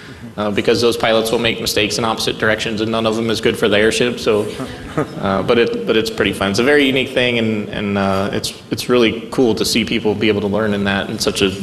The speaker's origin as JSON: {"language": "English", "town": "Green", "region": "Ohio", "country": "United States", "tie": "born or raised there", "said": "I'm born and raised here in the Akron area. I grew up in Green. I went to St. Francis de Sales Parish School till eighth grade, and then went to Hoban High School"}